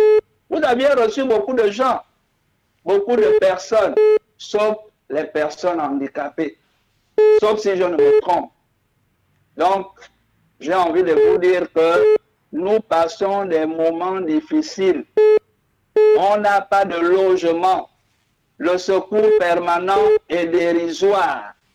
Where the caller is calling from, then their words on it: Gabon; Je suis Gabonais de père et de mère.